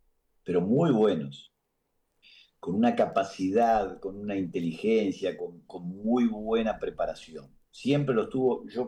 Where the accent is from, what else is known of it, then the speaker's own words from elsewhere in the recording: Uruguay; soy uruguayo, imagínate. No crecí en las Carmelitas descalzas